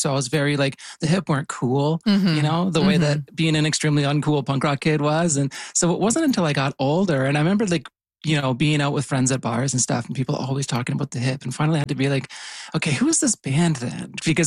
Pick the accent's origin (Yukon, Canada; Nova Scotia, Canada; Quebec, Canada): Yukon, Canada; so I grew up in the Yukon, and surprisingly … didn't tour up there because no one did.